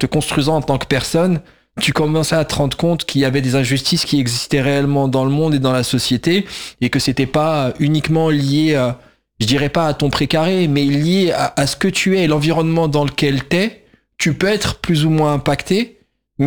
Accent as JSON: {"language": "French", "region": "Bourgogne-Franche-Comté", "country": "France", "said": "Je suis jurassien."}